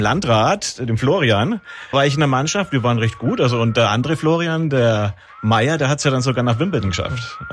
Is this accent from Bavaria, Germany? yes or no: yes; Donndorf, Bavaria, Germany; ich bin ja Lokalmatador. Ich komme aus Donndorf